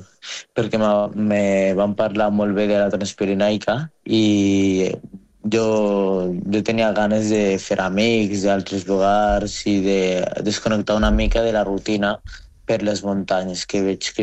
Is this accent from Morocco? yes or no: no; Algeria; Catalan is a second language; now in Spain; Jo sóc d'Algèria. Vaig arribar a Porto 3 anys aquí en Espanya